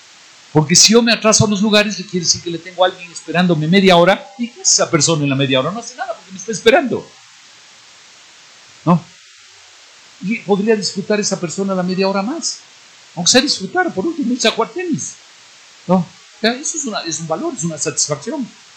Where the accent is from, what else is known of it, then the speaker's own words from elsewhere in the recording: Ecuador; los ecuatorianos